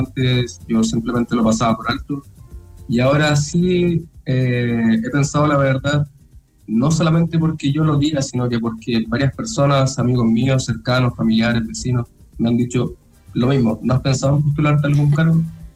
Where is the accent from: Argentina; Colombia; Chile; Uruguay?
Chile; San Pedro de la Paz, Biobío; Yo soy de acá de San Pedro, de La Paz, de un sector muy estigmatizado, de Boca Sur, Michaihue, sectores que son prácticamente olvidados para la clase política.